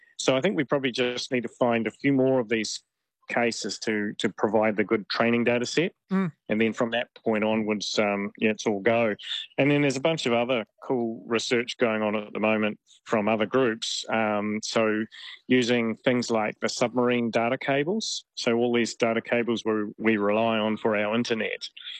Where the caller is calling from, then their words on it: Vanuatu; I'm calling you from Vanuatu at the moment